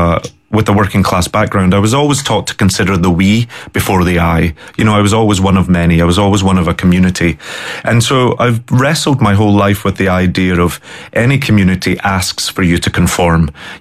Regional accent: Glasgow, Scotland, United Kingdom; You know, I'm a Glaswegian, I'm a Scotsman, that's what I am to my bones.

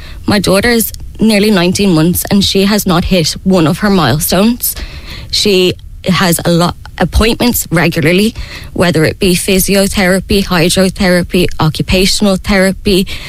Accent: Bray, Leinster, Ireland; I'm from Bray. I lived in Bray my whole life. I worked in Bray.

